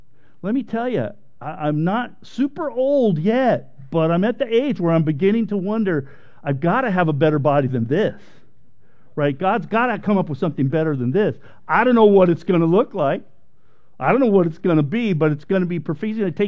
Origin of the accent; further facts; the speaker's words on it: United States; I grew up here in the States